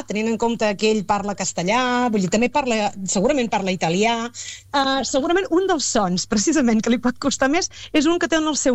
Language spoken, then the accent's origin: Catalan; Riudoms, Catalonia, Spain; No entraré en la discussió, però jo sí que sóc de Riudoms, ho dic així clarament